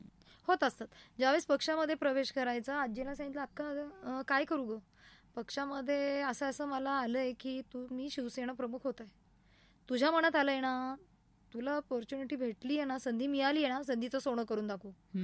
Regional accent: Bhingar, Maharashtra, India; also born or lived in Ahmednagar; माझं बालपण भिंगारमध्ये गेलं, वडील आर्मीमध्ये होते

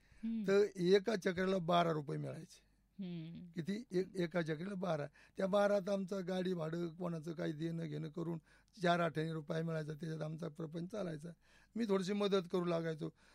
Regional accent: Chikhli, Maharashtra, India

